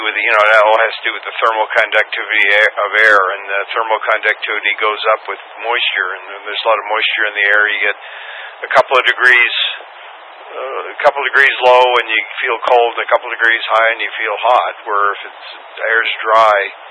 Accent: Central Valley, California, United States; I grew up in the Central Valley and we had a lot of 115 degree days

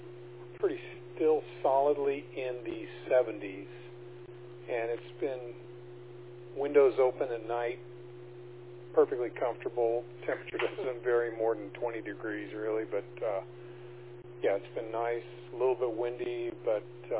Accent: Redlands, California, United States; born there; So I was born out in San Bernardino County, out in that Redlands area, and there were only like 25,000 people in that entire community. And it was isolated. There was drive time between that and the next city.

